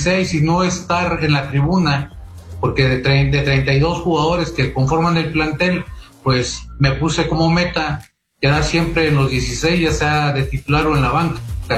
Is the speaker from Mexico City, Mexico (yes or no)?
no; Saltillo, Coahuila, Mexico; Aunque tenía 9 años, la primera vez que salí de Saltillo fui a un estadio allá en Monterrey